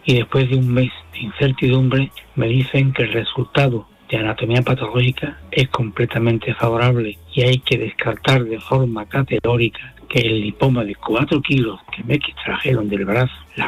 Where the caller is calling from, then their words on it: Seville, Andalusia, Spain; de Sevilla